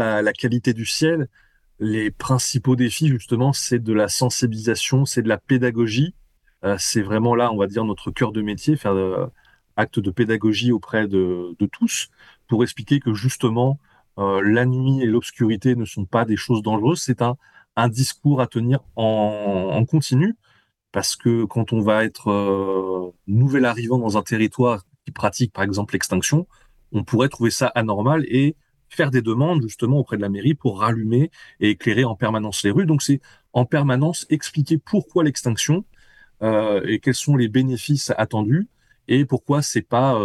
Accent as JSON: {"language": "French", "country": "France"}